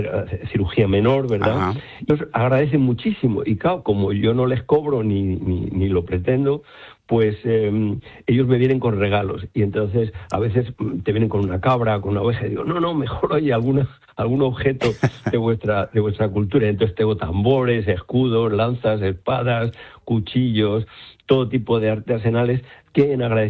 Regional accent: Madrid, Community of Madrid, Spain; moved away as an adult; now in La Armuña, Salamanca, Spain; soy madrileño de Chamberí y me he ido a vivir a la Armuña Salmantina

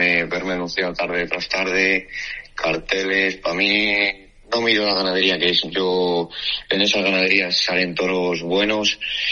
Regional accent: San Martín del Castañar, Castile and León, Spain; born there

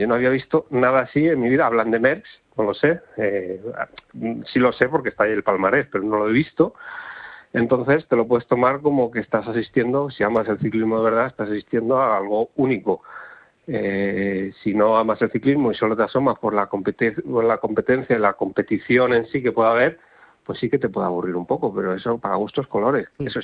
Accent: Segovia, Castile and León, Spain; Perico me encantó porque es de mi tierra, de Segovia

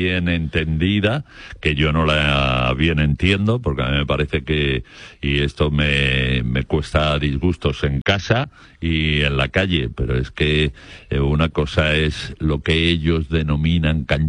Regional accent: Spain; y como yo soy español y de la selección, yo no tengo que andar cohibiéndome con a ver qué van a pensar en Argentina

